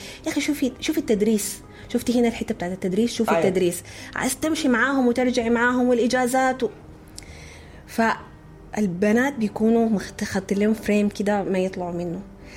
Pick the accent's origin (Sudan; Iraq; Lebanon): Sudan; إحنا كأمهات كمجتمع سوداني